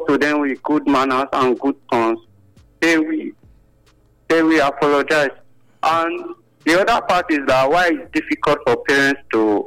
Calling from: Benin City, Edo, Nigeria; I'm calling from Benin, Ramat Park.

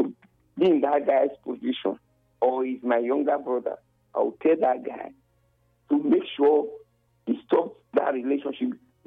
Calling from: Lagos, Nigeria; from Lagos.

